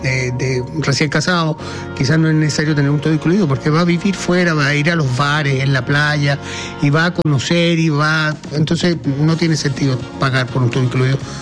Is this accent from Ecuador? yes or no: no; Chile